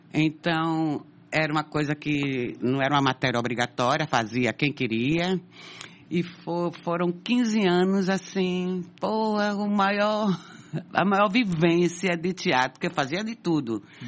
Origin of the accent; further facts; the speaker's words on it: Recife, Pernambuco, Brazil; born there; eu nasci aqui no Recife, sou de uma família de 9, então eu sou a 5ª, tem 4 mais velhos e 4 mais novos.